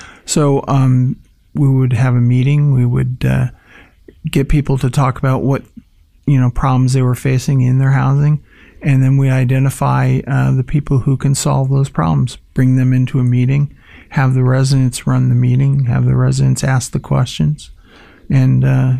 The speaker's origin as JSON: {"language": "English", "town": "Fayetteville", "region": "New York", "country": "United States", "tie": "born or raised there", "also_born_or_lived": "Syracuse", "said": "Yes. Well, I grew up in Fayetteville, actually."}